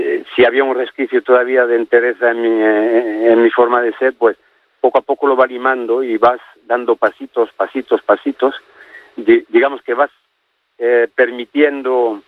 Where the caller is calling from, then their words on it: Madrid, Community of Madrid, Spain; Vivo en Madrid, soy camionero y vengo aquí a descargar a Barcelona.